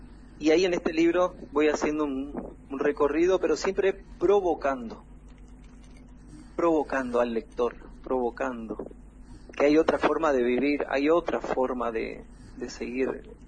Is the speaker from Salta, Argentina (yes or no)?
no; Paso de los Libres, Corrientes, Argentina; yo me crié desde niño acá en Libres